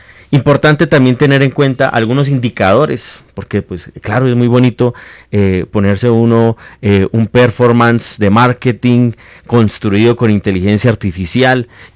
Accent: Colombia

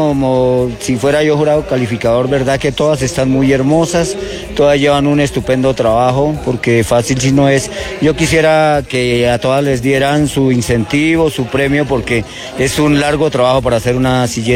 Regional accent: Ciénega, Boyacá, Colombia; oriundo de este hermoso municipio de Ciénega.

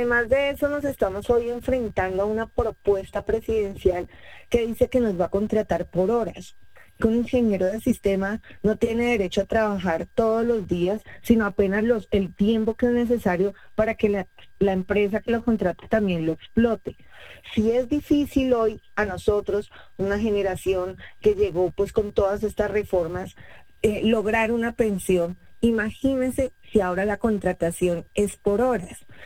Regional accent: Colombia; seguimos siendo colombianos

